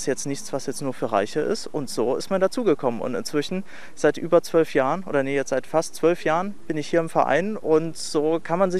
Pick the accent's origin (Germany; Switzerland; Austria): Germany; Leipzig, Saxony; ich komme aus Leipzig, dort Flugmodelle gebastelt